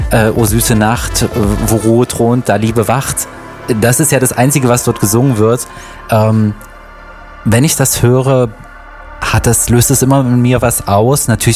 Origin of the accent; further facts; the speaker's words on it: Dessau, Saxony-Anhalt, Germany; Da habe ich in meiner Heimatstadt in Dessau am Theater mitgespielt.